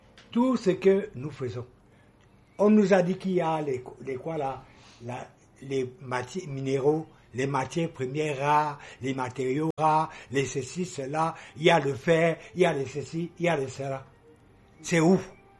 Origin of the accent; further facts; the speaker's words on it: West, Cameroon; Chez nous au Cameroun, chez nous à l'ouest du Cameroun